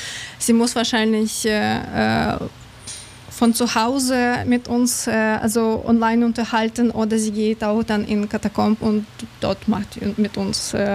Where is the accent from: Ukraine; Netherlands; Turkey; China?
Ukraine; Kyiv; German is a second language; now in Germany; ich komme aus Kyiv